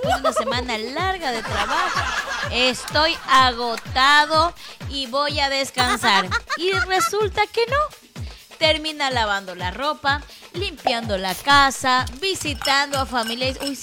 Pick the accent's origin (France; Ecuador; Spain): Ecuador; así somos los ecuatorianos.